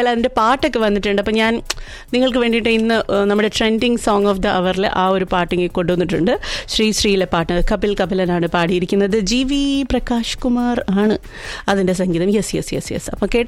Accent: Thiruvananthapuram, Kerala, India; accent: Thiruvananthapuram slang; ഞങ്ങൾ തിരുവനന്തപുരത്തുകാരാണ് സാർ.

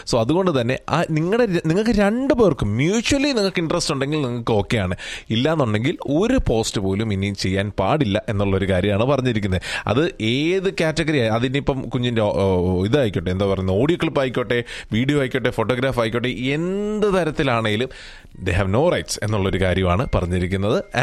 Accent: Chengannur, Kerala, India

